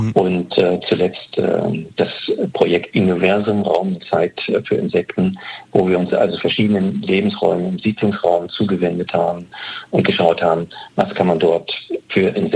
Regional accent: East Germany, Germany; Aber ich bin ein Kind des Ostens und da war man nicht ganz so frei in der Berufswahl.

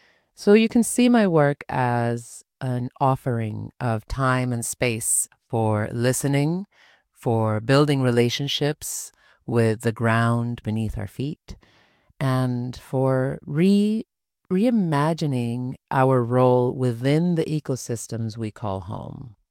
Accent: Panama; now in Mallorca, Spain; I was born and raised in Panama with Caribbean and British roots. Now I'm based in Mallorca with my partner and two kids.

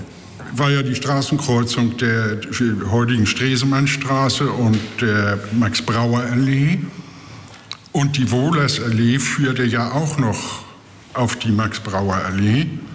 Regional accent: Hamburg, Germany; Jahrgang 1947, und ich bin in der Oelkersallee aufgewachsen. Und da wohne ich jetzt wieder.

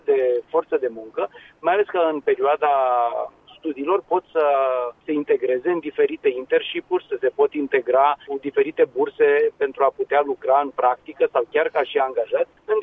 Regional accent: Romania

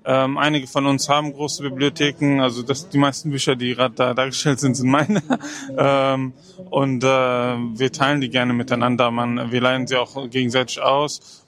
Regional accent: Palestine; Ich bin Palästinenser

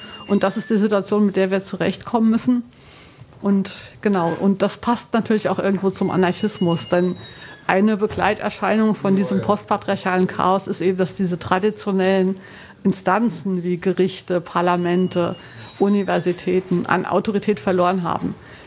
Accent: Frankfurt, Hesse, Germany; Jo, ich komme aus Frankfurt, ich bin Journalistin und Politikwissenschaftlerin und schreibe Bücher.

